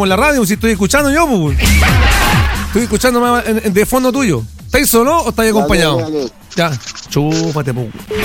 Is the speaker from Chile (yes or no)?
yes; Chile; Yo no estoy chinito, yo soy chileno.